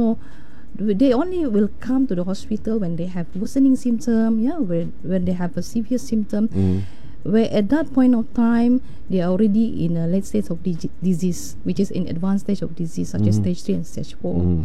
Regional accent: Semporna, Sabah, Malaysia; I'm originally from Semporna.

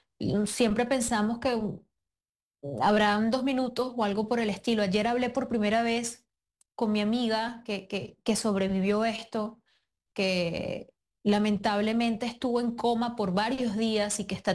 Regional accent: Venezuela; moved away; a mí como venezolana migrante

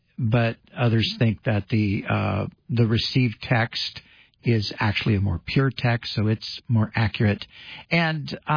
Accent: California, United States; And I said, well, I'm from California where we have rattlesnakes as pets, so I'm not really worried about it.

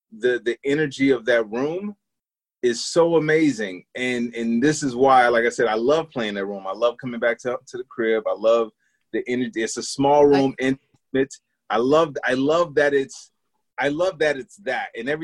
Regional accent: Chicago, Illinois, United States; Dude, and when people know, when they find out I'm from Chicago, they'll be like, oh, what do you think about the Sox or the Cubs?

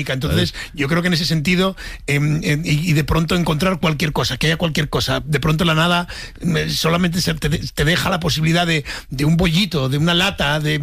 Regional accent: Asturias, Spain; En efecto, por eso yo, siendo asturiano, no, es imposible.

